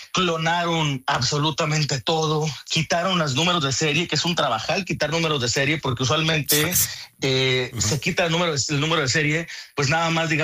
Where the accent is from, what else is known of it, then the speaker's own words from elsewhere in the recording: Mexico; Yo tengo mi terruño pues, sí, acá del otro, en una esquina de México.